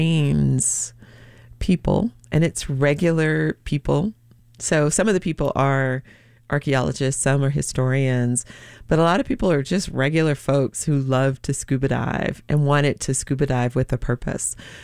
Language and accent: English; Atlanta, Georgia, United States; I am from Atlanta, Georgia.